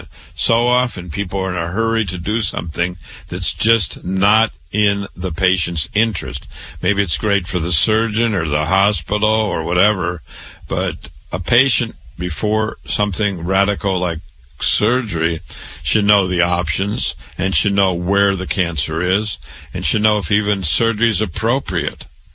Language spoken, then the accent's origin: English; Waterloo, Iowa, United States; I was born and raised in Waterloo, Iowa. I went to public school, university, medical school, MD at 25.